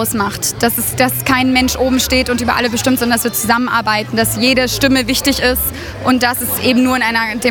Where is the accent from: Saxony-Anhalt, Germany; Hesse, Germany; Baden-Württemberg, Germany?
Saxony-Anhalt, Germany; Aschersleben; now in Magdeburg, Germany; ich komme ursprünglich aus Aschersleben und wohne jetzt in Magdeburg.